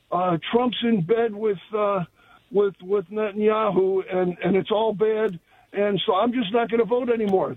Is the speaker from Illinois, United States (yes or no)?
yes; Illinois, United States; And, of course, I'm from Illinois, Illinois.